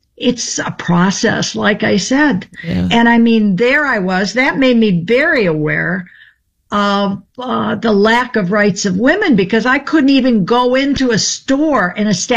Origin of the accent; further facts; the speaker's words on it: Lakewood, United States; Lakewood, at the time, I called it a homogenous zone